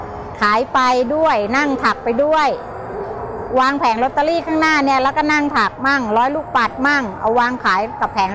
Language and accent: Thai; Khon Kaen, Thailand; also born or lived in Bangkok; สวัสดีค่ะ … โดยพื้นเพเป็นคนชาวจังหวัดขอนแก่นได้รับโอกาสดีที่ได้มาเรียนที่โรงเรียนสองคนตาบอดกรุงเทพ